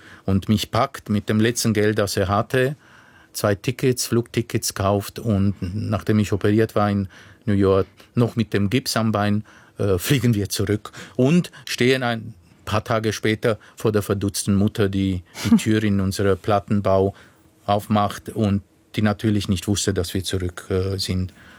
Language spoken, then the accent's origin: German; Romania; Darüber hinaus war es eine Reverenz an eine Kindheit im Osten, die auch schön war, an meine Kindheit in Rumänien.